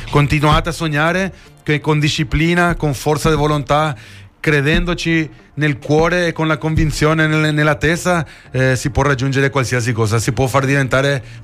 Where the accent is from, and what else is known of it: Paraguay; now in Italy